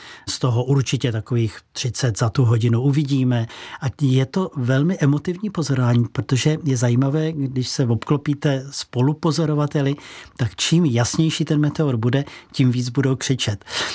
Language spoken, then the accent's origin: Czech; Prague, Czechia; born there